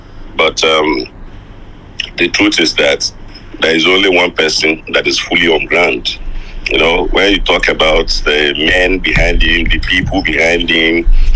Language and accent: English; Ikoro Ekiti, Ekiti, Nigeria; starting from my own place, which is Ekiti Central, I'm from Ikoro Ekiti in the Ejiro local government.